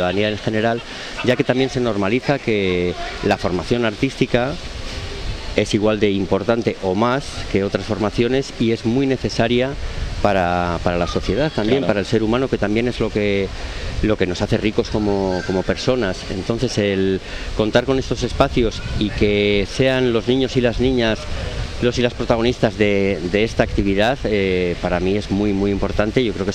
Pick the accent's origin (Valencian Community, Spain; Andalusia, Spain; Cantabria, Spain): Cantabria, Spain; Torrelavega; que soy de aquí de Torre la Vega